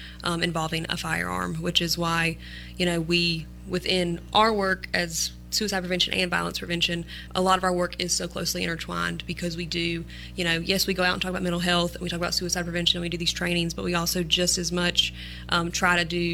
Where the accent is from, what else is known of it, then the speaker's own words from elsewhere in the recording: Stokes, North Carolina, United States; I also grew up around here. I grew up in Stokes, Bethel area, and I also went to North Pitt High School.